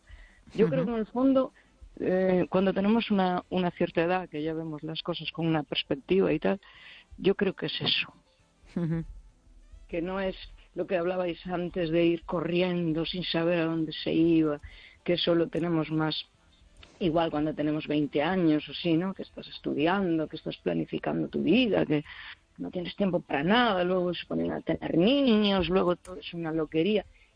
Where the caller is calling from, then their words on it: Galicia, Spain; Pues soy la del Barbanza